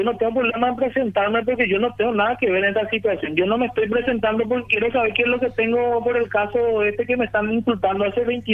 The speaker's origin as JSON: {"language": "Spanish", "town": "Caacupé", "region": "Cordillera", "country": "Paraguay", "said": "yo soy de Cacupé"}